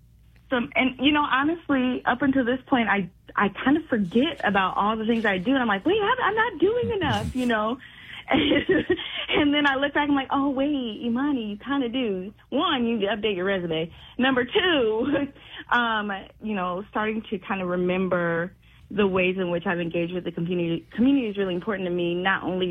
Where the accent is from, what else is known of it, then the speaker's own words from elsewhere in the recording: Urbana, Illinois, United States; born there; I actually went to Urbana. I went to Urbana Middle School and Urbana High School and U of I, and then moved away briefly. So this is home.